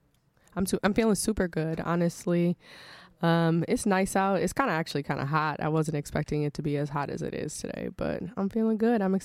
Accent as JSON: {"language": "English", "town": "Milwaukee", "region": "Wisconsin", "country": "United States", "tie": "born or raised there", "said": "Yes, I am a native. I was born and raised in Milwaukee. I was actually born and raised on the north side of Milwaukee."}